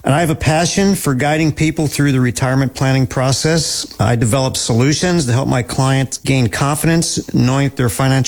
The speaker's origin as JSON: {"language": "English", "town": "Harrisburg", "region": "Pennsylvania", "country": "United States", "tie": "born or raised there", "said": "I was born and raised in the Harrisburg area, and I went to school and college locally."}